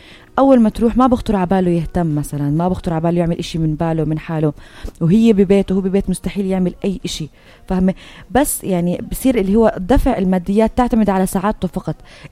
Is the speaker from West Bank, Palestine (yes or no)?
yes; Hebron, West Bank, Palestine; أنا من الخليل